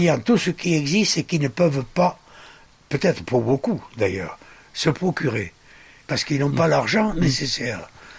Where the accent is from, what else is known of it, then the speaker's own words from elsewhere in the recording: Carlux, Nouvelle-Aquitaine, France; also born or lived in Sarlat; Je suis né à Sarlat. Mais j'ai passé toute ma jeunesse à Roufillac de Carlux.